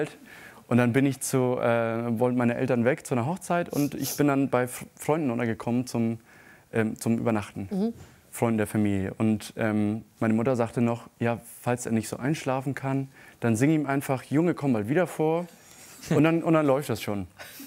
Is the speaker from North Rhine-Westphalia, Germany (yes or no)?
no; Oldsum, Schleswig-Holstein, Germany; Also es wird wirklich in dem Ort, wo ich aufgewachsen bin, in Olzum, gehört das noch zur alltäglichen Umgangssprache.